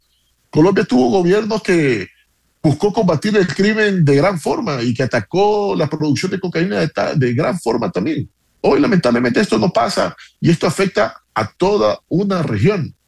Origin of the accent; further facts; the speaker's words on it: Ecuador; no lo digo solamente como ministro del Ecuador, lo digo como ciudadano ecuatoriano